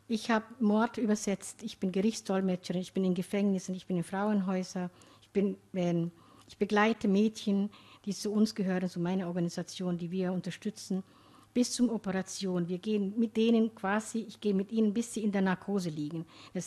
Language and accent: German; Somalia